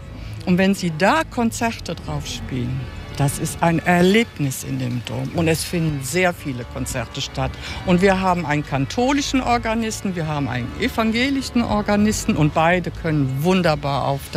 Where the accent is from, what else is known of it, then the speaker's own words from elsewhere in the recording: Odenthal, North Rhine-Westphalia, Germany; Ja, ich mache Führungen hier in Altenberg und in Odenthal. Es ist meine Heimat und ich liebe es, meine Heimat den Menschen nahe zu bringen. Weil das Bergische Land ist so schön, hat so vieles zu bieten.